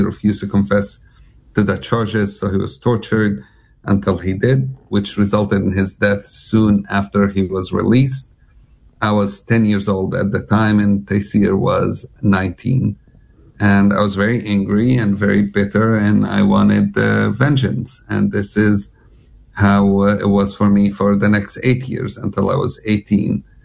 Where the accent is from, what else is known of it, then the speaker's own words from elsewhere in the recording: Jerusalem, West Bank, Palestine; Yeah, I grew up in the West Bank and East Jerusalem. I grew up in the time of the first Palestinian uprising, the Intifada.